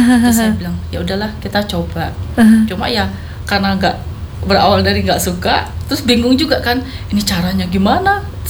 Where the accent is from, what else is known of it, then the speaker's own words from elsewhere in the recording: Bangka Belitung Islands, Indonesia; moved away; memang saya kan asli dari Bangka. Kita kalau dari Sumatera gitu kan